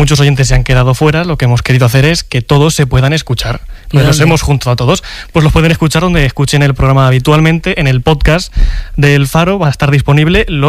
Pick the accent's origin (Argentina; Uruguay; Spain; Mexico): Spain; Villanueva de la Jara, Castilla-La Mancha; Yo soy de Villanueva de la Jara